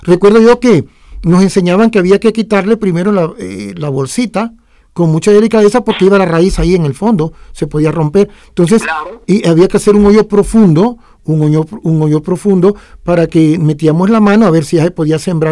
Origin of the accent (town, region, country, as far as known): Tegucigalpa, Francisco Morazán, Honduras; born there